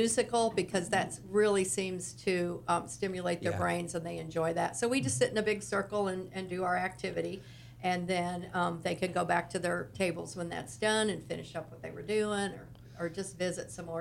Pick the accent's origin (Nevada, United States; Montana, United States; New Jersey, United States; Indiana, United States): Indiana, United States; moved away as an adult; now in Florida, United States; Well, I'm from Indiana, but I moved down to Florida in 2011